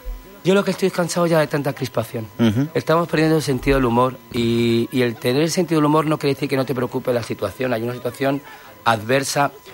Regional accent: Madrid, Community of Madrid, Spain; Madrid no entiende de política, soy madrileño y entiendo que me cogieran a mí para hacer ese anuncio porque más madrileño de pro que soy yo no hay nadie.

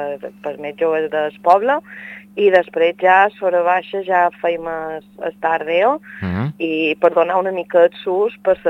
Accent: Sencelles, Balearic Islands, Spain

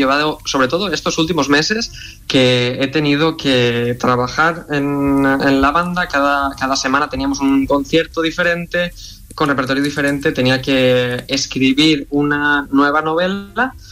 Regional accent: Tavernes de la Valldigna, Valencian Community, Spain; yo todo lo que escribía estaba ambientado en Tabernas de la Valdigna, en mi pueblo de Valencia

